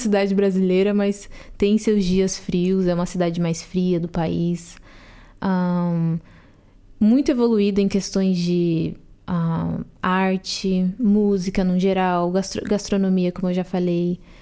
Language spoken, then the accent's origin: Portuguese; Curitiba, Paraná, Brazil; Eu sou de Curitiba, é o sul do Brasil, é uma cidade mais fria, não é como o Rio de Janeiro da vida.